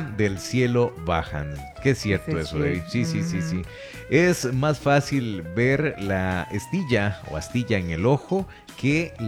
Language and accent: Spanish; Alajuela, Costa Rica; los otros dos amigos somos de Alajuela